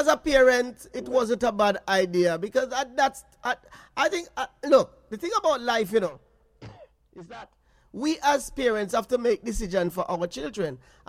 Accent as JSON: {"language": "English", "country": "Jamaica", "said": "We as Jamaican parents, sometimes you find some parents say, you shouldn't stop her from baptized."}